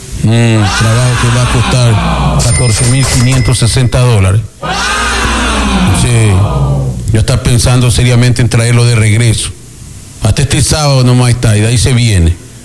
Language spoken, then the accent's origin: Spanish; Ecuador; Oye, yo soy ecuatoriano.